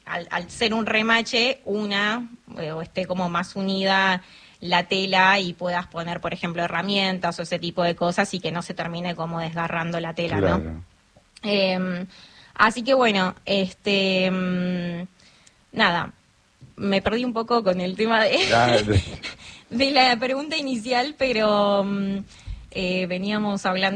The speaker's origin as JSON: {"language": "Spanish", "region": "Misiones", "country": "Argentina", "also_born_or_lived": "Mar del Plata", "moved": "as an adult", "said": "Estudié en la Universidad Nacional de Mar del Plata. Yo soy de Misiones. Cuando termino el colegio me voy a vivir a Mar del Plata."}